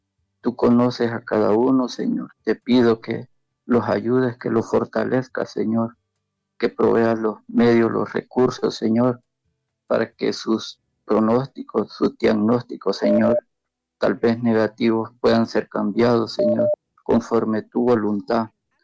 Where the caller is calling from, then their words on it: San Pedro Sula, Cortés, Honduras; de San Pedro Sula.